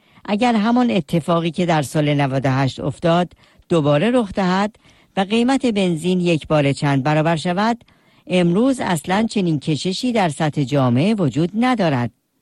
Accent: Iran

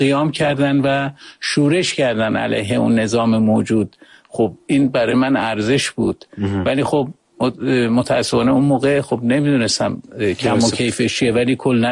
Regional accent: Tehran, Tehran Province, Iran; moved away as an adult; also born or lived in Kermanshah; از بچگی ولی خانواده‌ام اومدن تهران دیگه، در واقع از تهران بزرگ شدم، اونجا مدرسه و دبیرستان رفتم

